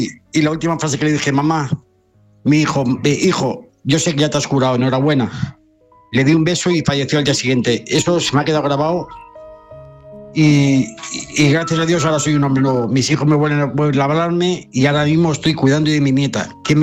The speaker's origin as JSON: {"language": "Spanish", "town": "Rincón de la Victoria", "region": "Andalusia", "country": "Spain", "said": "Yo soy de Rincón de la Victoria."}